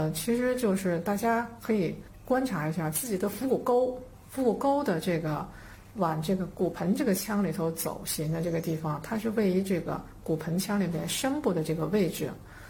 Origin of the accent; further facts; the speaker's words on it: China; 咱们中国呢是那个一直它是农耕文明哈